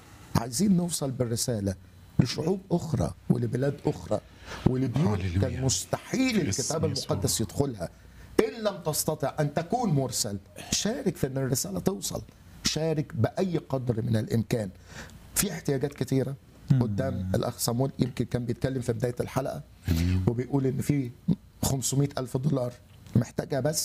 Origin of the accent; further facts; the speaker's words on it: Egypt; أنا جاي من مصر مخصوص أحبائي للأمانة